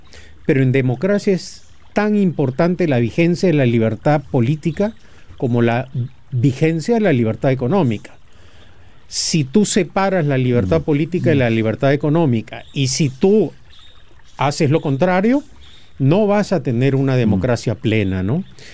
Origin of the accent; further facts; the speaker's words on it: Peru; vamos a participar en las elecciones regionales y municipales que se realizan pronto en mi país.